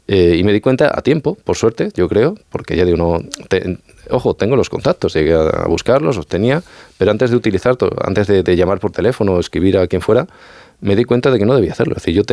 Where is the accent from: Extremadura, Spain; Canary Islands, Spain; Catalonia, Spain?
Extremadura, Spain